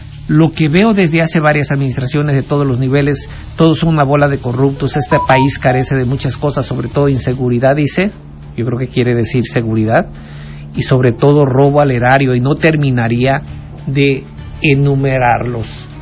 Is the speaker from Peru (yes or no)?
no; Mexico; Sí, nosotros somos una creación española con sangre indígena de diferentes regiones de México que no tiene que ver con los aztecas.